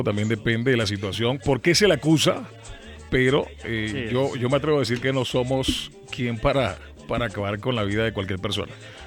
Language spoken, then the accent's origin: Spanish; Caracas, Capital District, Venezuela; moved away as an adult; now in Bogotá, Colombia; Soy de Caracas, la capital.